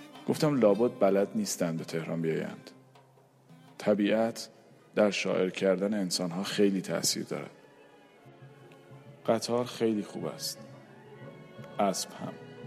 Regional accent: Iran; born there; moved away; من در دهکده‌ای در کنار دریاچه ارومیه به دنیا آمدم.

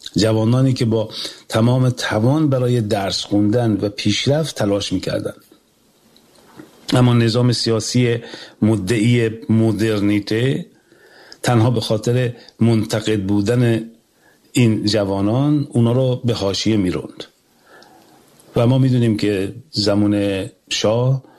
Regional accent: Semirom, Isfahan, Iran; زادگاه من شهر سمیرومه، شهری که در آن نابرابری و بی‌عدالتی نه مفهومی انتزاعی بلکه بخشی عریان و روزمره از زندگی مردم بوده

